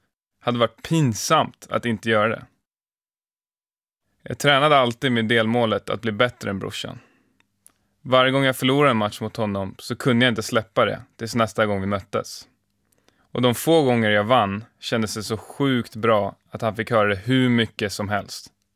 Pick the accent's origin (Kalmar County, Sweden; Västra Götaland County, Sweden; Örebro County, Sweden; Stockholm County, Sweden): Stockholm County, Sweden; Nacka; Vi spelade mot varandra i alla hallar som fanns hemma i Nacka, men oftast hemma på garageuppfarten.